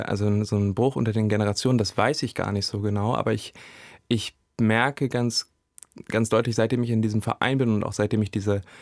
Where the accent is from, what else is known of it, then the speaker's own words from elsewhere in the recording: Wernigerode, Saxony-Anhalt, Germany; born there; In Sachsen-Anhalt sind wir in 18 Tagen in 16 verschiedenen Städten, unter anderem auch meiner Geburtsstadt Wernigerode, auf die ich mich ganz besonders freue